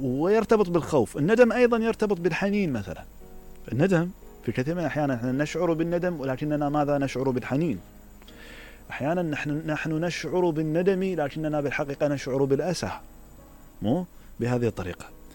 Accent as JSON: {"language": "Arabic", "country": "Iraq", "said": "عندنا بالعراق"}